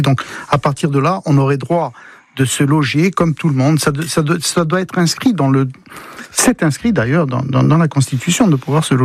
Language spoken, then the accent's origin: French; Corsica, France; Chez nous, en Corse, c'est pas pour rien.